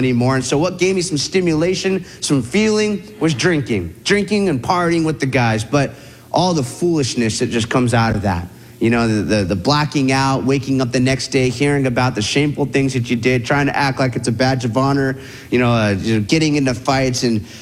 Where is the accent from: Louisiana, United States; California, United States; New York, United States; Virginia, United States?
California, United States; Huntington Beach; And I think we stashed the other one in my dad's garage in my hometown. So I get stitched up by the dock in Coronado, San Diego, and I go, I'm gonna go back and go drink that other keg of beer. So I make my way back to Huntington.